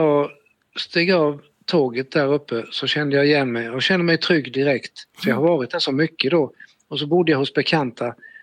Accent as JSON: {"language": "Swedish", "region": "Småland", "country": "Sweden", "moved": "yes", "said": "Och jag kom ju från Småland från början då och i Smålands stenar."}